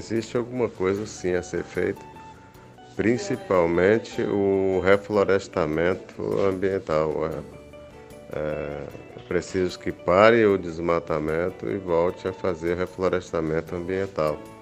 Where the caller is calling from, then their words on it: Fortaleza, Ceará, Brazil; que fala de Fortaleza, Ceará.